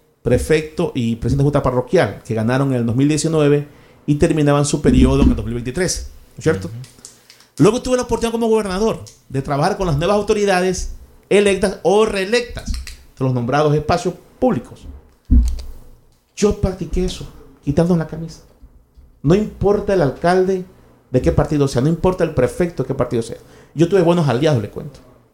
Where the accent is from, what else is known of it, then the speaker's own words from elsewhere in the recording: Portoviejo, Manabí, Ecuador; Yo nací y crecí en Puerto Viejo